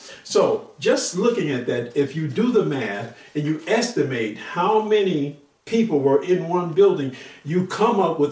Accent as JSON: {"language": "English", "town": "Chicago", "region": "Illinois", "country": "United States", "tie": "born or raised there", "said": "But I was born and raised in Chicago, on Chicago's South Side, okay? South Side of Chicago, and I lived in a place called Stateway Gardens."}